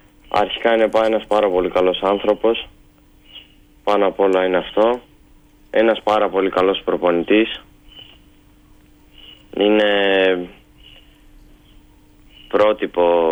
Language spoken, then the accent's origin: Greek; Greece; Η Ελλάδα και η πατρίδα μου για μένα είναι τα πάντα.